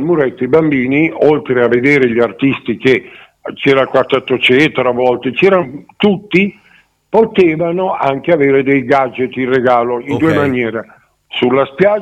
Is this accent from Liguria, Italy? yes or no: yes; Alassio, Liguria, Italy; sono di Alassio